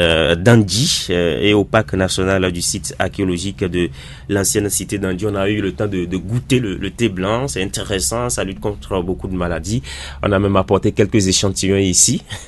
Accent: Benin; Nous, en tant que Béninois

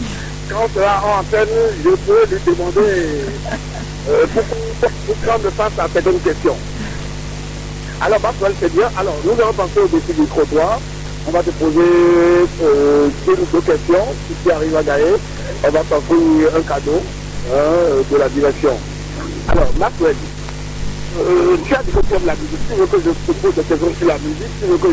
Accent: Atacora, Benin; Et moi, je suis de la Takora et plus précisément de Makéré.

